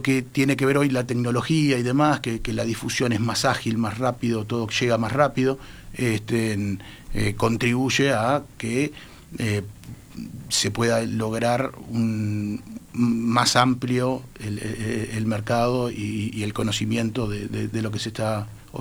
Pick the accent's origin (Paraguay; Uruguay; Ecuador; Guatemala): Uruguay